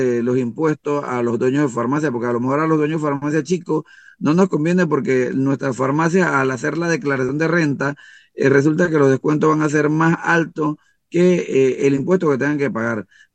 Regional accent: Panama

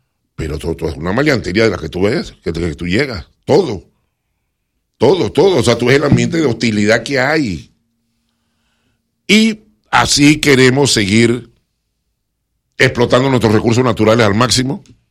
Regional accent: Panama; Yo soy panameño pa hincha de la marea roja, pero para cargar con las desgracias de mi país, no.

